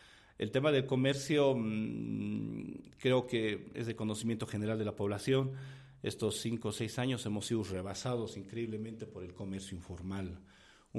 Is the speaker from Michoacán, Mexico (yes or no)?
no; San Luis Potosí, Mexico; somos potosinos que generamos en este municipio